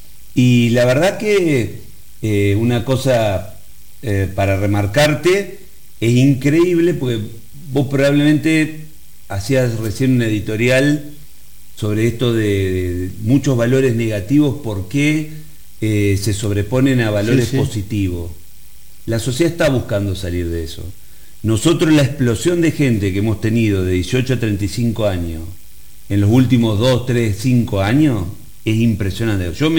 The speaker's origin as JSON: {"language": "Spanish", "country": "Argentina", "said": "como somos los argentinos"}